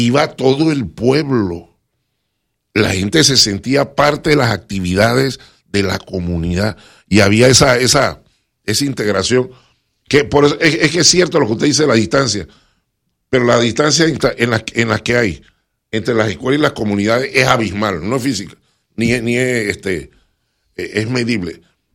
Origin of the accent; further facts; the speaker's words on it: Panama; Yo soy panameño pa hincha de la marea roja, pero para cargar con las desgracias de mi país, no.